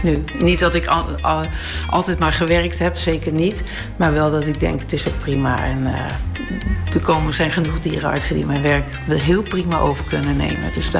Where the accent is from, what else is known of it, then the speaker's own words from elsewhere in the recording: Zutphen, Gelderland, Netherlands; Ik ben geboren in Zutphen. En dat is vrij bosrijk allemaal. Dus ja, dan groei je daarin op.